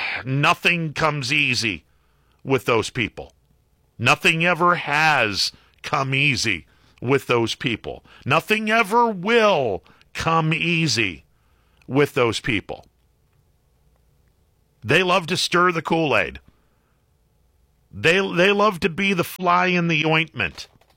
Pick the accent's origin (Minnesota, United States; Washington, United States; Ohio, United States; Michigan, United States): Ohio, United States; Leetonia; my small town in northern Columbiana